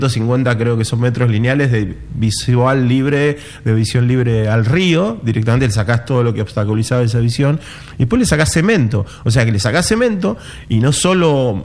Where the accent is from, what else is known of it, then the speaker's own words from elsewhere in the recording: Rosario, Santa Fe, Argentina; No, la verdad que no viví en la ciudad, no tengo mucha, la verdad, pero sí venía y soy rosarino